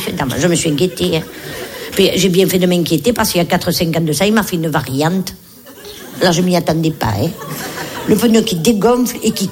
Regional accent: Nice, Provence-Alpes-Côte d'Azur, France

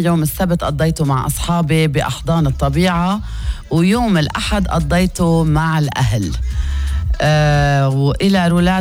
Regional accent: Lebanon; نحنا كلبنانية

